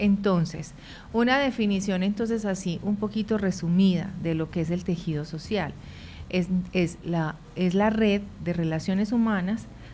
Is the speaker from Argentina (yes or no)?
no; Colombia; nosotros como colombianos y como habitantes de esta hermosa tierra